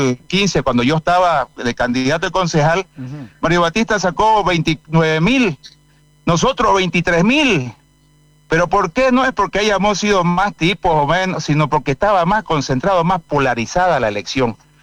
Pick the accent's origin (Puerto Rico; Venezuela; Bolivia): Bolivia; Montero, Santa Cruz